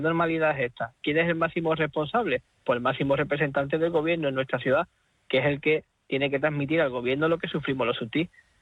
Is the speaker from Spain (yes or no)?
yes; Ceuta, Spain; y que yo soy ceutí.